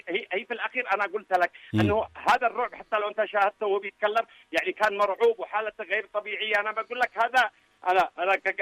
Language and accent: Arabic; Yemen; لم يكونوا محل تقدير عند الشافعية عندنا في اليمن يعني